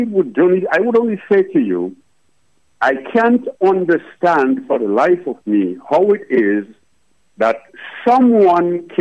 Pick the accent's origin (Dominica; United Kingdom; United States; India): Dominica; Wesley, Saint Andrew Parish; I was born in Wesley. I am from Wesley. I was brought up in Wesley. I know Wesley. I know the people of Wesley.